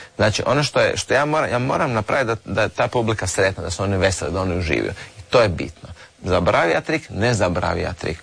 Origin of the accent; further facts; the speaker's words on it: Croatia; Međutim, nisu baš bili samo američki, ja sam iz Hrvatske.